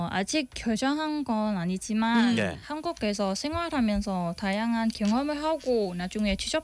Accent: Vietnam; born or raised there; Korean is a second language; moved away as an adult; now in Ulsan, South Korea

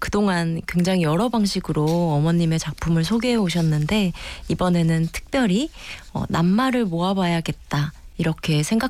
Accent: South Korea; 한국인으로서 이 DNA에서 느껴지는 어감이 주는 그 감상이 있죠.

